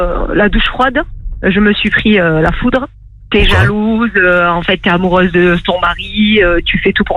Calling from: Carcassonne, Occitanie, France; Oui, je suis de Carcassonne.

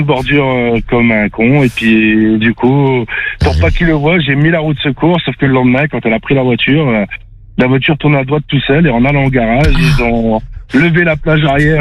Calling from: Amiens, Hauts-de-France, France; Alors là, j'appelle de Amiens.

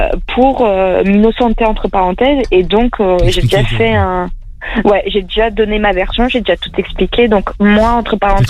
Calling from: France; moi je suis française.

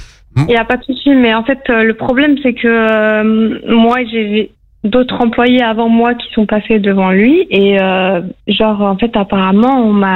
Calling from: Marseille, Provence-Alpes-Côte d'Azur, France; Je suis à Marseille.

